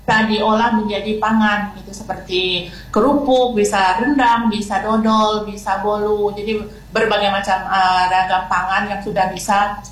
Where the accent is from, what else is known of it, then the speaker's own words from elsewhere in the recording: Jambi, Indonesia; kita bangga sebagai anak Kabupaten Bungo dan Provinsi Jambi Indonesia